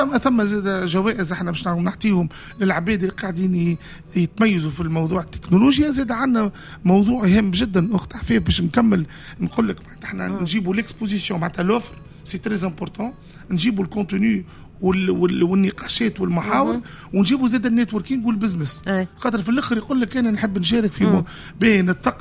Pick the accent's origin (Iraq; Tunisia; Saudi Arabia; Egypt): Tunisia